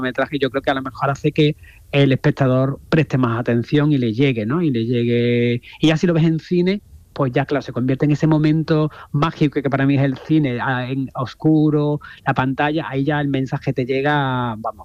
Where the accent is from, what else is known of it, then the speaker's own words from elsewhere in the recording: Andalusia, Spain; pero yo soy una mezcla entre barroco, porque claro, soy andaluz